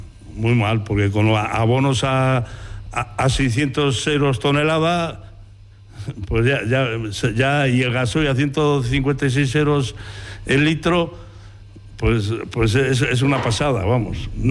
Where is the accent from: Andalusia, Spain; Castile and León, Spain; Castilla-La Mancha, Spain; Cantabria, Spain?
Castile and León, Spain; Villanueva de San Mancio; padre de Villanueva Salmancio, y tengo 71 años.